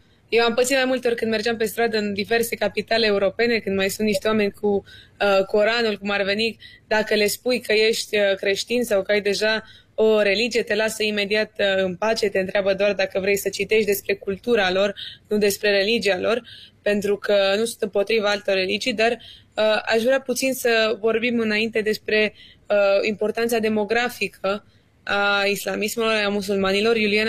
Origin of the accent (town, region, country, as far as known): Romania